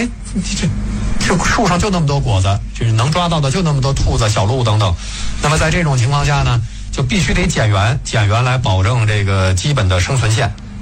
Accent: China; 我们中国人

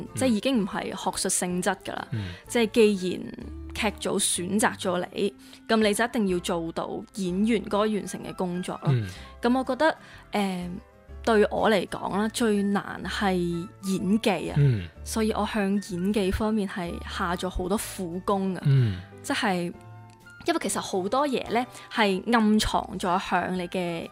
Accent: Macau; 我同麦思玉一样都是土生土长的澳门人

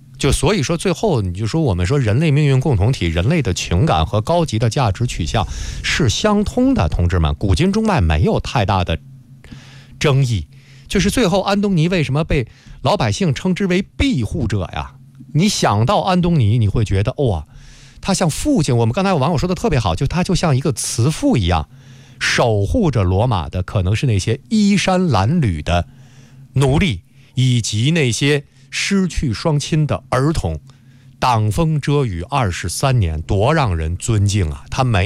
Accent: China

